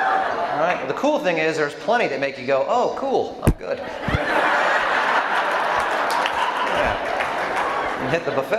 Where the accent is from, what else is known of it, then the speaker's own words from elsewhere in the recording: Georgia, United States; And I'm from Georgia, and we got our lottery a couple years ago